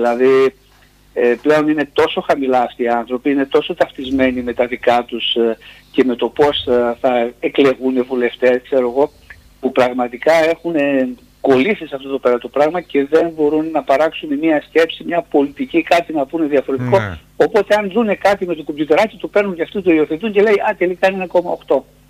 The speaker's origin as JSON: {"language": "Greek", "country": "France", "said": "Εγώ είμαι από τη Γαλλία."}